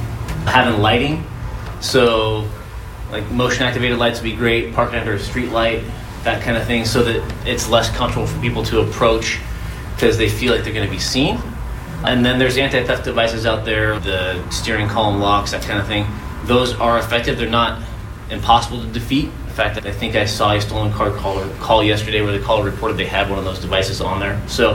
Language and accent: English; Clackamas County, Oregon, United States; So I grew up just outside of East Precinct, off 162nd and Foster, just in the Clackamas County. So I went to Centennial Schools. My grandparents, my dad was born in Lynn, so like 85th and Duke. And then when I was growing up, they lived at 130th and Bush. So I've got deep roots out here.